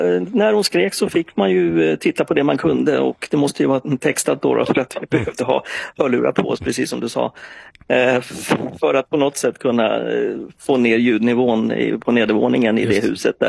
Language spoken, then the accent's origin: Swedish; Täby, Stockholm County, Sweden; also born or lived in Upplands Väsby; Vi hade bott i Täby tidigare, jag är uppväxt i Täby